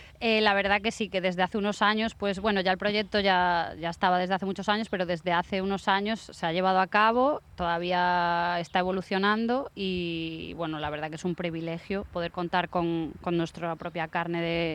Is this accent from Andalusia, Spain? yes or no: no; Galicia, Spain; empecé muy jovencita a trabajar con 16 años en mi tierra, en Galicia